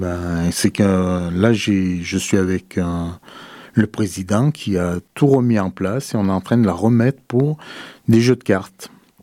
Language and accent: French; Die, Auvergne-Rhône-Alpes, France; Donc dans le DIWA, j'ai grandi dans le DIWA, donc j'ai fait les études à Die.